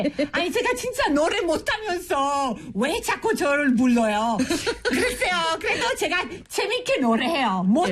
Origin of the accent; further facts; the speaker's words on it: Italy; Korean is a second language; now in South Korea; 제가 이태리 여자니까